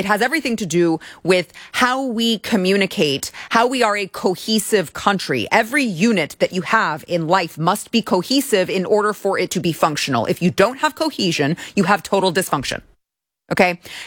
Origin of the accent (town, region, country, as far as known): Plano, Texas, United States; born or raised there